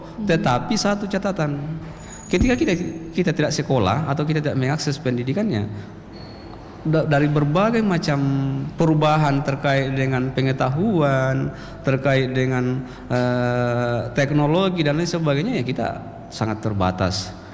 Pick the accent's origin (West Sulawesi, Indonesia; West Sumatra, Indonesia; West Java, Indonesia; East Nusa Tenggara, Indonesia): West Sulawesi, Indonesia; Mamasa; kita sebagai orang Sulawesi Barat, orang Mamasa